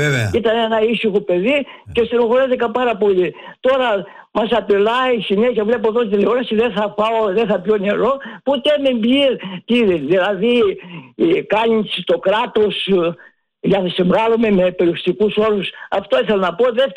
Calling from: Greece

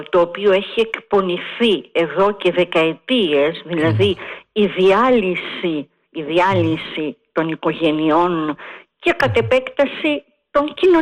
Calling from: Athens, Attica, Greece; από την Πλατεία Αμερικής.

